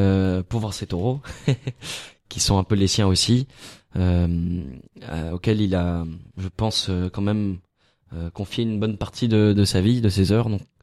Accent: Switzerland; moved away; on a grandi en Suisse, avec mes frères

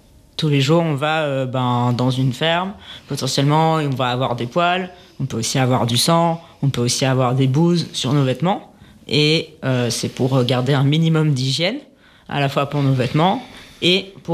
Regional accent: London, United Kingdom; Et j'ai grandi à Londres dans une grande ville.

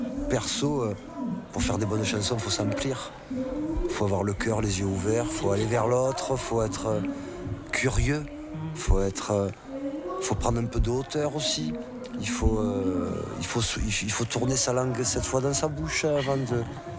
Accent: Marseille, Provence-Alpes-Côte d'Azur, France; on est Marseillais, et c'est notre ciment, c'est notre cohésion, c'est notre... Je suis souvent fier d'être Marseillais

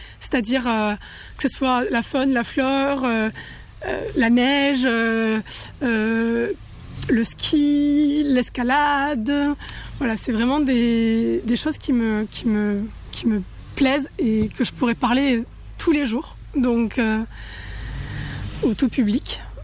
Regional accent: Luz-Saint-Sauveur, Occitanie, France; now in Beaucens, France; C'est là où j'ai grandi, c'est là où je suis née, c'est là où j'ai mes copains d'enfance, c'est là où j'ai envie de finir ma vie, me poser

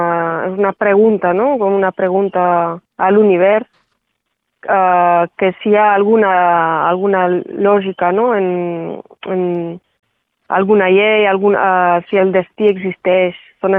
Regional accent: Occitania, France; also born or lived in Céret; he nascut a Serré, però he crescut sempre a la Cerdanya, el poble d'allò. He sigut el poble de la meva infància, el jardí de la infància, de la muntanya d'allò.

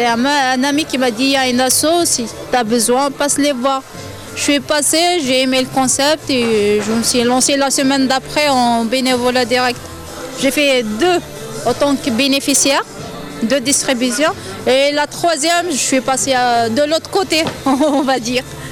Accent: Algeria; moved away; Moi je suis algérienne de base.

